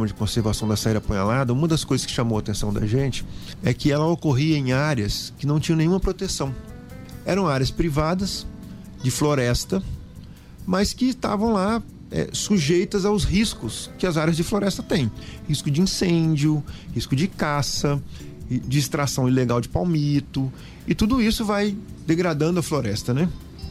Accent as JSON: {"language": "Portuguese", "town": "Vitória", "region": "Espírito Santo", "country": "Brazil", "moved": "yes", "lives_now": "Venda Nova do Imigrante, Brazil", "said": "O mais de fora sou eu, que sou de Vitória. Uhum. Né? Mas moro aqui em Venda Nova, tenho a alegria de morar aqui em Venda Nova, cidade maravilhosa que acolheu a gente. Moro em Pindobas, ali junto com a família Bissoli"}